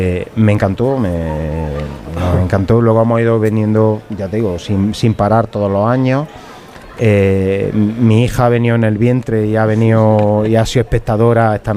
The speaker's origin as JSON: {"language": "Spanish", "town": "Villanueva del Arzobispo", "region": "Andalusia", "country": "Spain", "said": "Yo vengo de un pueblo de Jaén, se llama Villanueva del Arzobispo, está colindando ya casi con Castilla-La Mancha"}